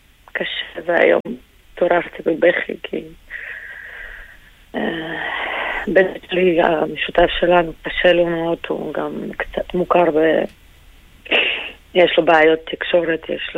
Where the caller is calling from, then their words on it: Petah Tikva, Central District, Israel; אנחנו גם בפתח תקווה.